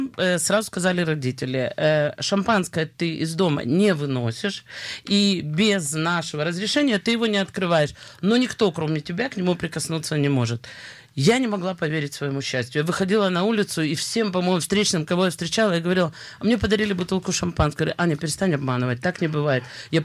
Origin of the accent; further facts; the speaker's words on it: Kharkiv, Kharkiv Oblast, Ukraine; born there; Я родилась в Харькове, в семье потрясающих людей